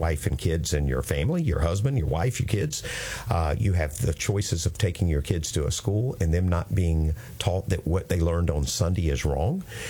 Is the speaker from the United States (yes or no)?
yes; Florida, United States; I'm from Flagler County.